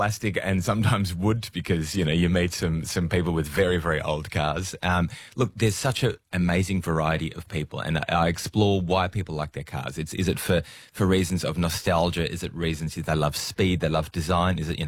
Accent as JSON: {"language": "English", "country": "Germany", "tie": "born or raised there", "said": "I grew up in Germany and I think one of the first words was BMW or Mercedes."}